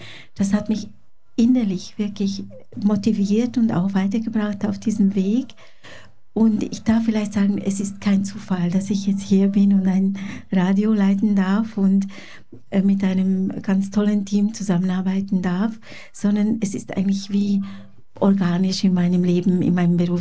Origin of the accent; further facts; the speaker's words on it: Switzerland; also born or lived in Hungary; Ich bin gebürtige Ungarin, in Ungarn geboren und kam dann als kleines Kind in die Schweiz. Und ich bin eigentlich ungarisch-schweizerische Doppelbürgerin.